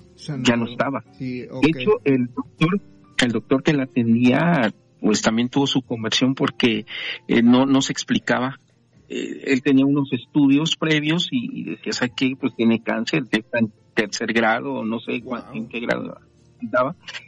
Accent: Córdoba, Veracruz, Mexico; moved away as an adult; also born or lived in Tehuacán, Puebla; estaba yo entre Tehuacán y, uh-huh. y Córdoba, ¿no? Ya. Mi ciudad de origen.

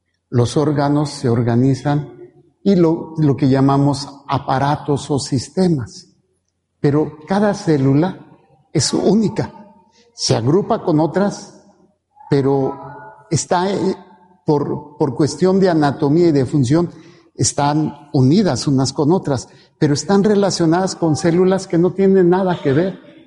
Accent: Mexico; la mayoría somos nacidos en México.

